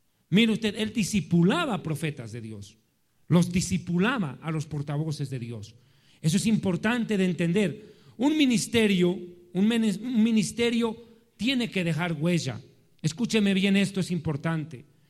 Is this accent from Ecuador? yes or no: no; Bolivia; tan jailones, como decimos en Bolivia